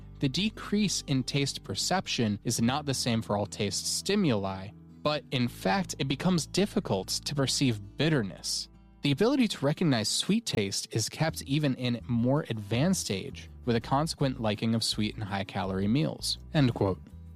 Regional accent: Colorado, United States; And funnily enough, one of the owners, Joel Adams, is also from Colorado, about an hour north from my hometown.

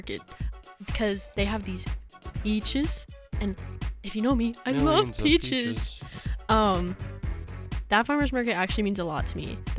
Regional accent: Houston, Texas, United States; now in Fort Collins, United States; I grew up in a very large suburb area in Houston.

